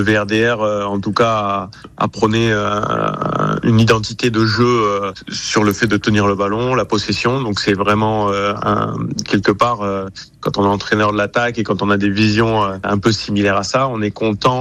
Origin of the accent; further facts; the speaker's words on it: Auvergne-Rhône-Alpes, France; j'ai grandi quand même en Haute-Savoie, c'est pas très très loin, donc on se rapproche aussi un peu de la famille.